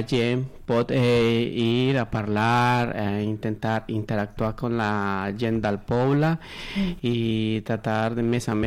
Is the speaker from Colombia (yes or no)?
yes; Colombia; Catalan is a second language; now in Caldes, Spain; sóc la parella de l'Angi, també sóc colombià.